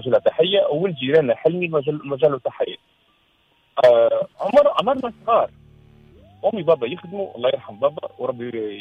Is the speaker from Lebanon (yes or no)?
no; Tunisia; moved away; وأنا صغير وزيت نعيش في تونس.